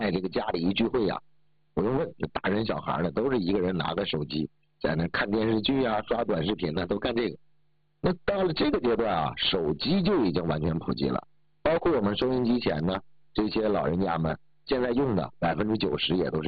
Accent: Heilongjiang, China; moved away; 我们老家是个小镇子嘛，要从这个小镇子里面坐火车啊，坐3个小时，就慢的是3个小时，快的是2个小时。

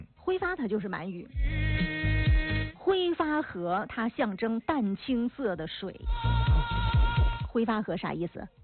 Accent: Huadian, Jilin, China; 我们都是画店人，对不对？一问你是哪儿的呀？我吉林画店的。

